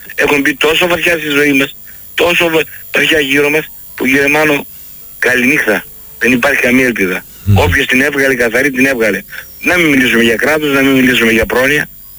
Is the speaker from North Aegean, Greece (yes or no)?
no; Athens, Attica, Greece; έχω μεγαλώσει μέχρι το 90, ήμουν στην περιοχή των Εξαρχείων. Τώρα έχω φύγει από το κέντρο.